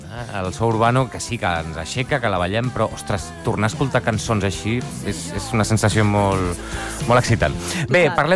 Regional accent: Sant Cugat del Vallès, Catalonia, Spain; jo és que sóc de Sant Cugat

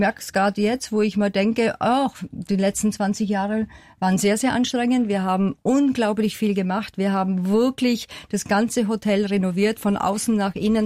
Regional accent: Lower Austria, Austria; moved away; Ich komme ja aus der Wachau und meine Eltern hatten einen Weinbau und ich komme aus der Landwirtschaft

